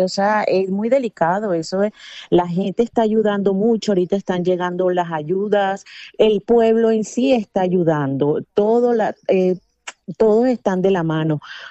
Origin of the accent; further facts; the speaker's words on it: Barranquilla, Atlántico, Colombia; now in Venezuela; yo soy de Barranquilla, Colombia, yo estoy aquí desde el 2000, llegué aquí a venir a conocer el país